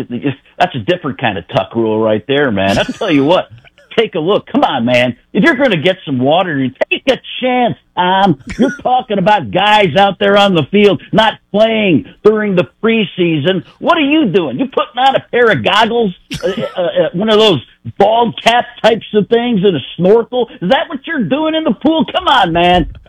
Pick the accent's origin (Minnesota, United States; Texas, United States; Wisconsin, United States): Wisconsin, United States; Waukesha; And I grew up in Waukesha. That's like, just a little bit down the road.